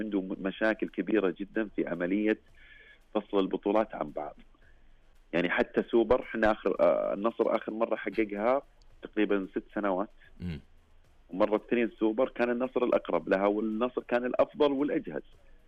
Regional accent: Saudi Arabia; اللي حنا نشوفها كسعوديين

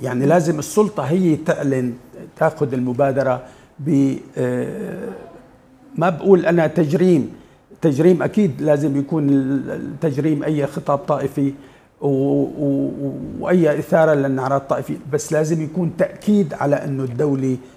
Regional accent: Syria; نحن ما لنا كسوريين بقصد، ما لنا عايشين بالفراغ

